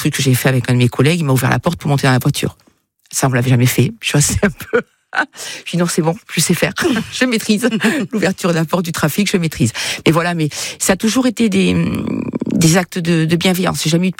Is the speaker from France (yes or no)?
yes; Nouvelle-Aquitaine, France; moi je viens des Landes, le pays du rugby